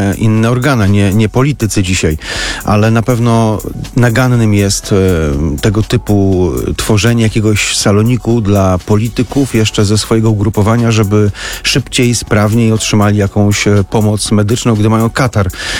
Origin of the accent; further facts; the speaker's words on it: Warmian-Masurian Voivodeship, Poland; Ja jestem z Mazur